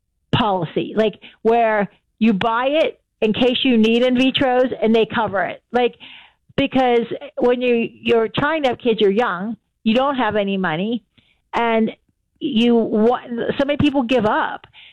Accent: Pittsburgh, Pennsylvania, United States; I'm from Pittsburgh.

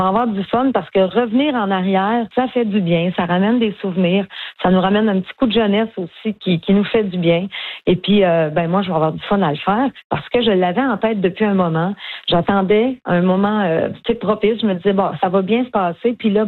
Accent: Normandin, Quebec, Canada; born there; Le Clairon, c'est un bar où je travaillais quand j'étais jeune, au Lac Saint-Jean, à Normandin.

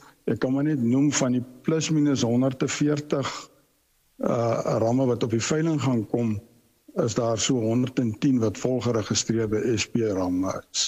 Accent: Northern Cape, South Africa; Nee, ek is nie van spesifiek die Griekwa stad omgewing nie. Ek is van die Noord-Kaap, ek boer in die Prieska omgewing.

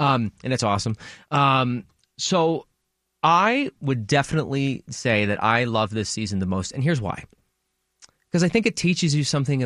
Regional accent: Canada; Oh, and as a Canadian, I should have mentioned that.

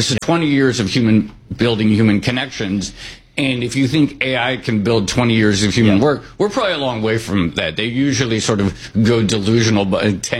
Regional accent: New York, United States

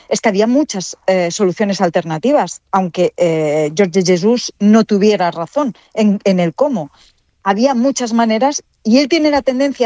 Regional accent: Spain; Yo soy española, no portuguesa.

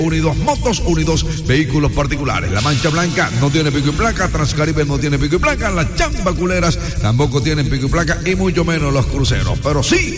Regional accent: Colombia; ¿Más solidaridad, más precaución o más unión entre nosotros como pueblo colombiano?

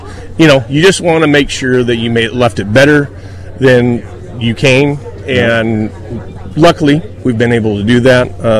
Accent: Hermiston, Oregon, United States; also born or lived in Pendleton; grew up in this community. I'm from Hermiston

